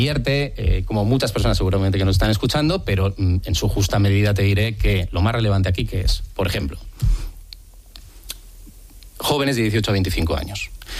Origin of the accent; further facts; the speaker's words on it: San Sebastián, Basque Country, Spain; now in Madrid, Spain; yo cuando llegué de Donosti a Madrid, hoy Madrid DF